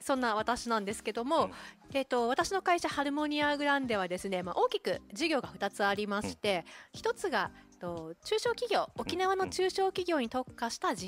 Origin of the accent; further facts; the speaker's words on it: Kochi, Japan; born there; moved away as an adult; now in Okinawa, Japan; 私は高知県の生まれで、うん、今沖縄に住んで、20年目、うんうん、24歳の時に沖縄に来たんで